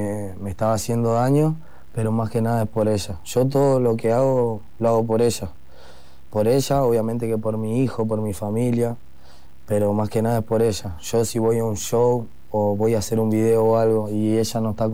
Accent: San Telmo, Buenos Aires, Argentina; now in Derqui, Argentina; sigue viviendo en San Telmo, pero tenemos una casa que es en Derqui, que es a donde yo vivo, y toda mi infancia sí fue en San Telmo.

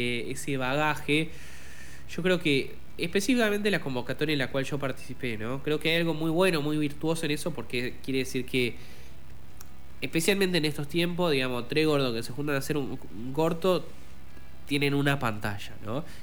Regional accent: Argentina; los únicos que pensamos que el cine argentino es una mierda somos los argentinos.

